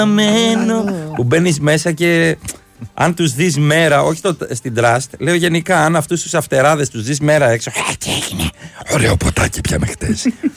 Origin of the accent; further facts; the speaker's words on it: Attica, Greece; Έχει χάρη που είμαι από το Μενίδη και τα Λιώσια.